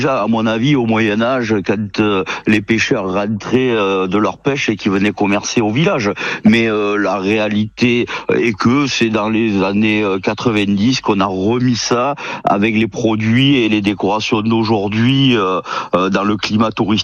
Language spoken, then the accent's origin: French; Provence-Alpes-Côte d'Azur, France; chez nous au Pays des Sorgues.